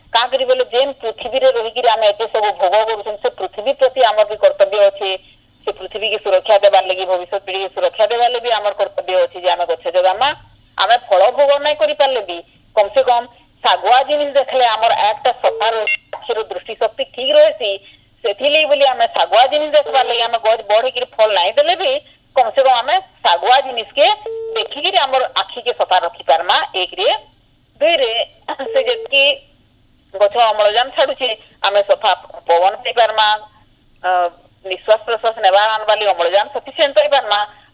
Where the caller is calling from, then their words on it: Bargarh, Odisha, India; ହଁ ମୁଁ ବରଗଡ଼ରୁ କହୁଛି